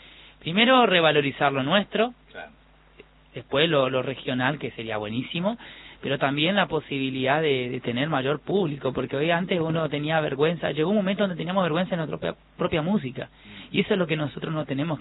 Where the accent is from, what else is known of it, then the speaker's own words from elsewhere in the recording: Litoral, Argentina; Antes todos somos argentinos, somos en este caso del litoral